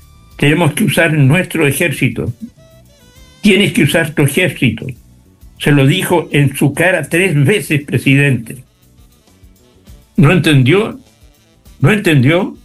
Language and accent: Spanish; Chile